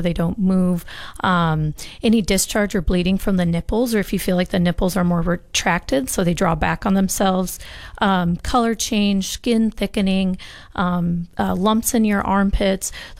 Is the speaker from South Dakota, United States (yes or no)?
yes; South Dakota, United States; So I grew up in Casswood, South Dakota, a town of about 600.